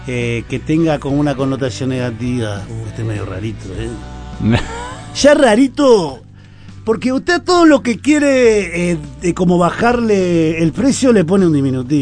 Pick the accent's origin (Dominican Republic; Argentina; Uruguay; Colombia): Uruguay